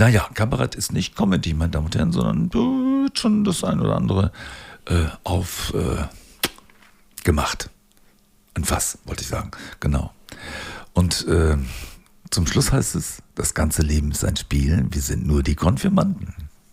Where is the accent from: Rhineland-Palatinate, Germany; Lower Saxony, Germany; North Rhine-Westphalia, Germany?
Lower Saxony, Germany; southern Osnabrück district; Das hört man gerne als Osnabrücker. Oder, Rand Osnabrücker. Ich komme aus dem Südkreis, meine Damen und Herren. Wie Sie sicherlich wissen, das ist mein Kiez.